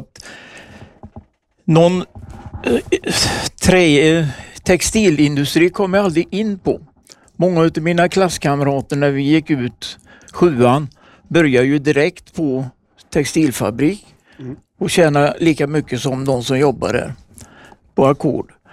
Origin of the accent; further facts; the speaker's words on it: Kinna, Västra Götaland County, Sweden; now in Tidaholm, Sweden; Ja, jag är inte född i de här trakterna. Jag kommer ifrån Kinna som ligger i Viskadalen.